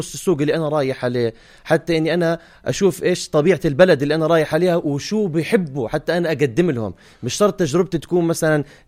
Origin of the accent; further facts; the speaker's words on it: Jordan; كل الناس بتعرف إنه أنا أردني، وأنا بفتخر بهذا الإشي